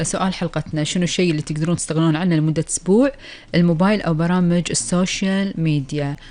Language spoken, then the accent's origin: Arabic; Kuwait; عندنا فقرة أخبار الديرة اللي راح نتكلم عن آخر أخبار ديرتنا الحبيبة الكويت وآخر المستجدات.